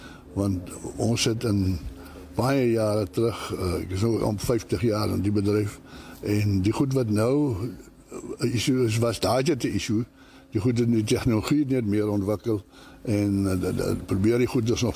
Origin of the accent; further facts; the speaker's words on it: Namibia; ek is gebore in Namibië en groot geword, en een van vier seuns.